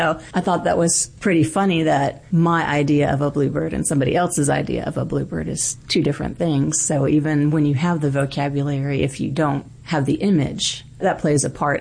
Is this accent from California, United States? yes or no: no; Florida, United States